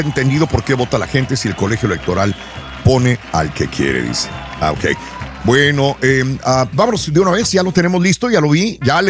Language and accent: Spanish; Iguala, Guerrero, Mexico; Tengo miedo a regresar a México. Yo soy de Iguala, Guerrero.